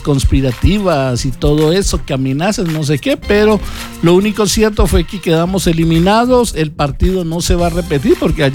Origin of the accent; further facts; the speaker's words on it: Colombia; now in Ecuador; yo soy colombiano